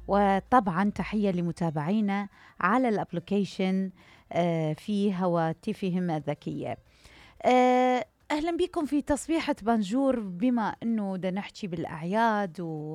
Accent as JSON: {"language": "Arabic", "country": "Iraq", "said": "احنا كعراقيين"}